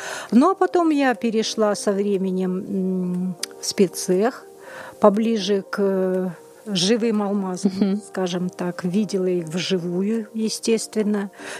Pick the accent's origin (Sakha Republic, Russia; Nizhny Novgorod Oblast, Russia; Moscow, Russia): Sakha Republic, Russia; Suntar; born there; also born or lived in Aikhal; В Сунтарах я родилась.